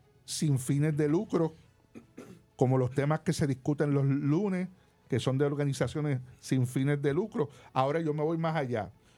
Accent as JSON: {"language": "Spanish", "country": "Puerto Rico"}